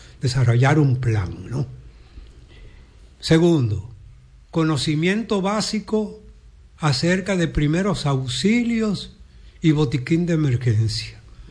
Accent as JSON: {"language": "Spanish", "country": "Dominican Republic", "said": "¿Cuántos somos los dominicanos?"}